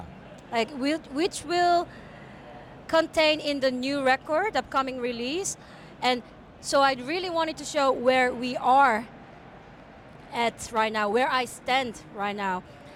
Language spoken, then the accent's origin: English; South Korea; English is a second language; also born or lived in United States; now in Netherlands; I'm originally from South Korea. And I lived in a various country. Before I came to the Netherlands, I was in US for a while.